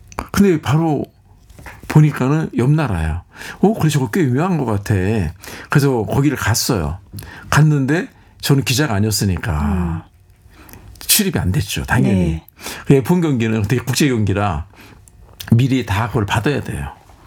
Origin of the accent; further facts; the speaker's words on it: South Korea; 근데 제가 사정을 했어요. 내 한국에서 왔는데 안 되는 영어로 진짜 사정을 했어요.